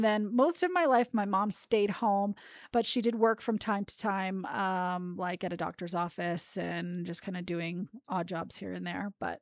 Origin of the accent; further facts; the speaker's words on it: Maine, United States; moved away as an adult; now in Utah, United States; I grew up in Maine, so that's where I spent my formative years.